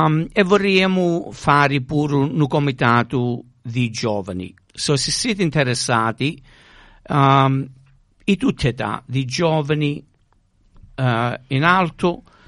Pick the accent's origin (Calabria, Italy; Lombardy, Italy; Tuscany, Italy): Calabria, Italy; now in Adelaide, Australia; siamo calabresi